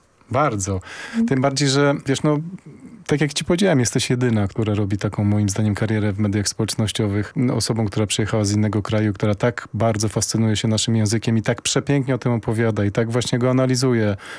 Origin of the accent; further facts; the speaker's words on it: Warsaw, Masovian Voivodeship, Poland; also born or lived in Kampinos; Przywiązany do Warszawy, dlatego że jestem warszawiakiem i jestem historykiem